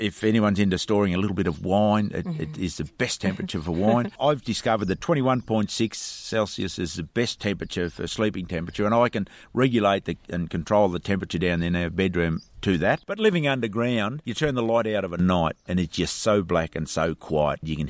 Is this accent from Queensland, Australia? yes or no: no; Bairnsdale, Victoria, Australia; moved away as an adult; We're from Beansdale and not quite on the 90-mile beach down there.